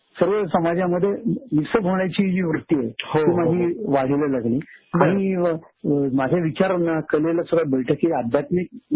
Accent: Maharashtra, India; मी मुळचा चिंचवड जवळ ताफड गाव आहे.

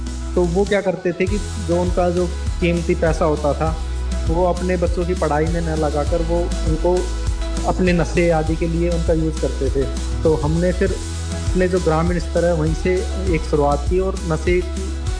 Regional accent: Purnala, Rajasthan, India; और मैं अलवर जिले के राजगढ़ तहसील के एक छोटे से गांव पूर्णला का रहने वाला हूं।

